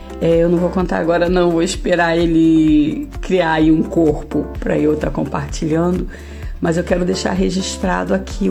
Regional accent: Brazil; a gente é brasileiro

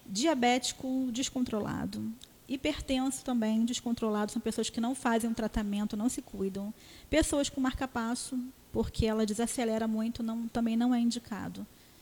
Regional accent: Niterói, Rio de Janeiro, Brazil; now in Cabo Frio, Brazil; Eu sou de Niterói, mas eu estou aqui em Cabo Frio há quase 18 anos.

